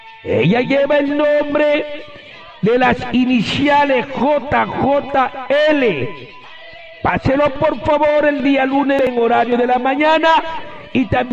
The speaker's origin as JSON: {"language": "Spanish", "town": "Huancabamba", "region": "Piura", "country": "Peru", "tie": "born there", "moved": "yes", "lives_now": "Olmos, Peru", "said": "en mi tierra querida Huancabamba?"}